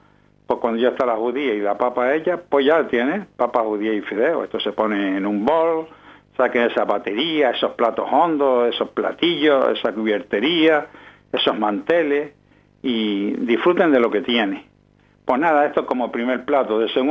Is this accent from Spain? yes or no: yes; Canary Islands, Spain